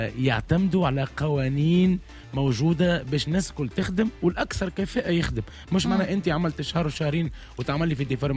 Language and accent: Arabic; Tunisia; موجودة عندنا في تونس